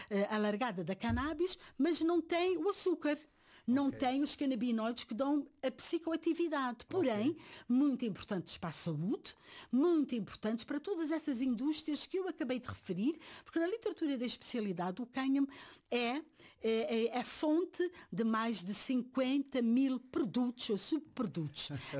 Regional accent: Portugal; also born or lived in Washington DC; aqui eu chamo a atenção como portuguesa

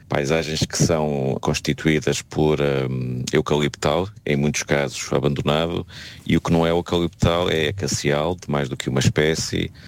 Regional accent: Covilhã, Castelo Branco, Portugal; now in Braga, Portugal; sou da Covilhã, mas estou a falar de Braga.

